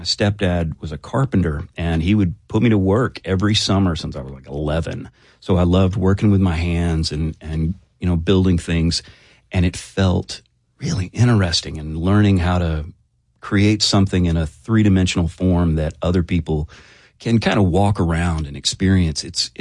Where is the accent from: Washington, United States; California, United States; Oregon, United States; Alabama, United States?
Alabama, United States; Prattville; You know, it was very green. A lot of kudzu, a lot of red clay hills that are kind of lovely to spend some time with.